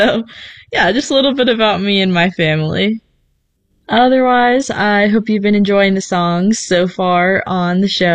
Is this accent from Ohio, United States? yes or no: yes; Ohio, United States; born there; I am Romanian. I was born here in Ohio, but my parents were born in Romania and they immigrated to the United States.